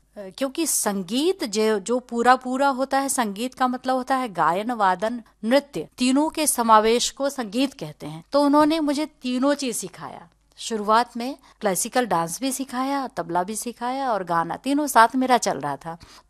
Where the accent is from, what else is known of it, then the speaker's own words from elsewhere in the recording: Araria district, Bihar, India; born there; हमारा जन्म हुआ अररिया जिले में।